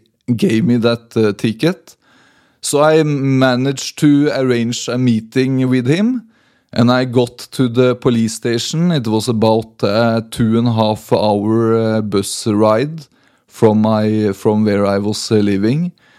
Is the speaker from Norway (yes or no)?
yes; Norway; English is a second language; moved away; I was back in my hometown in Norway